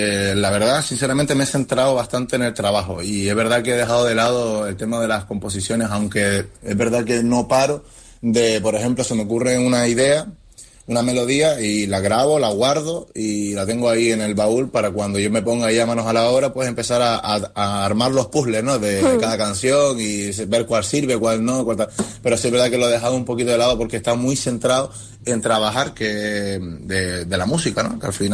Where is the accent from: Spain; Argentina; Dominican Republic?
Spain; Telde, Canary Islands; yo soy de La Garita